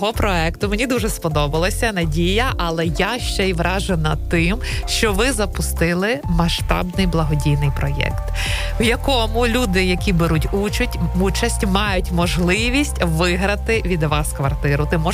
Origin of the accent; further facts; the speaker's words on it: Chernivtsi, Chernivtsi Oblast, Ukraine; Ми просто звикли, так, ми ж чернівчани.